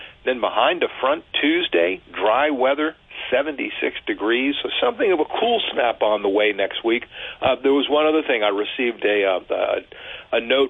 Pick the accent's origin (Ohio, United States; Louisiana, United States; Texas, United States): Louisiana, United States; New Orleans; moved away; also born or lived in Oklahoma / North Dakota; Born and raised in New Orleans, there's some attachment to that. I would have to say North Dakota simply because we've lived here the longest.